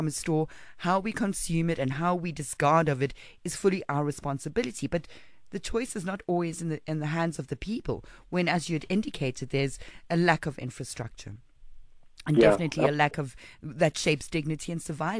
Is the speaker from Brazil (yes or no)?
no; South Africa